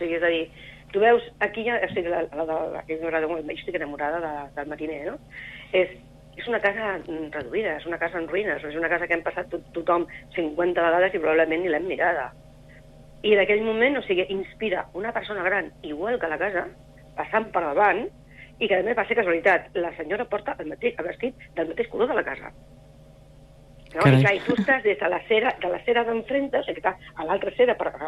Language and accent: Catalan; Sabadell, Catalonia, Spain; moved away as an adult; now in Castellar del Vallès, Spain; jo sóc de Sabadell, però els dos vivim a castellà, els dos vivim a Campfont. El fill porta més de 20 anys aquí vivint a Campfont. Jo em porto uns 15, sóc de Sabadell, però bueno, vaig venir cap a castellà